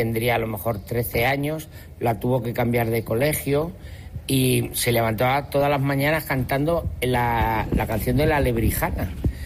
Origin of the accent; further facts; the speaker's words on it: El Bonillo, Castilla-La Mancha, Spain; Claro, nací en el Bonillo, manchego, por eso digo que encima me siento como en casa, en un pueblo de estos, de que la gente es como yo me he criado de toda la vida, son gente de pueblo